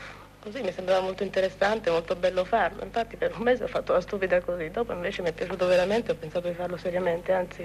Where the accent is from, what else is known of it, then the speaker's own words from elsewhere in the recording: Rome, Lazio, Italy; Romana, sì.